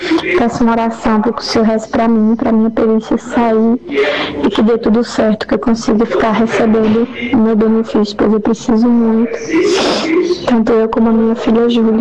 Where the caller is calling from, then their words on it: Brazil; aqui do bairro do Jardim Lacerda.